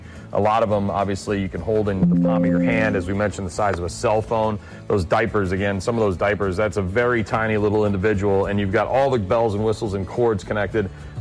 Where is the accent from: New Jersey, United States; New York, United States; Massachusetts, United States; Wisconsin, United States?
Massachusetts, United States; Boston; moved away; my home state, my home area, Boston, Massachusetts.